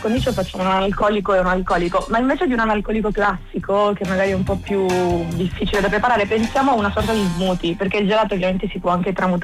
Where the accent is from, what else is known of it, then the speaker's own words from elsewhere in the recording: Calabria, Italy; now in Milan, Italy; sono calabrese, ma vivo in Italia da tanto tempo.